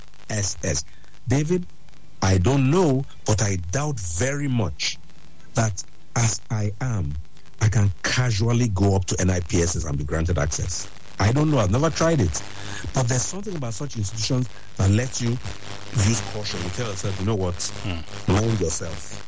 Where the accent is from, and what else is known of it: Nigeria